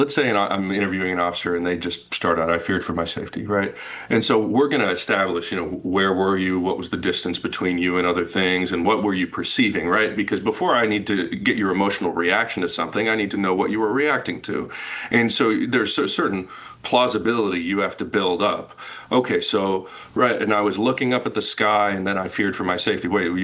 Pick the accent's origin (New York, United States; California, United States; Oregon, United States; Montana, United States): California, United States; Oakland; And I grew up in Oakland, so I was like, no way